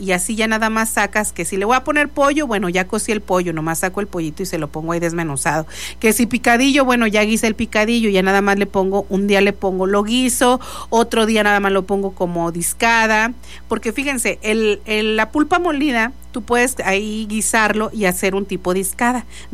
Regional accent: Mexico; Yo sé que somos mexicanos y el huevito es diario

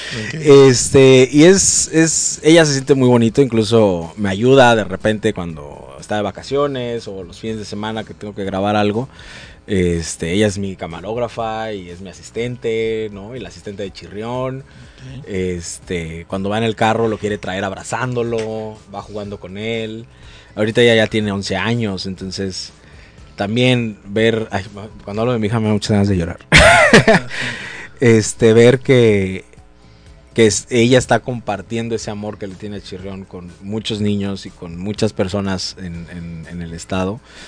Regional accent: Acapulco, Guerrero, Mexico; yo soy de Acapulco, ¿no?

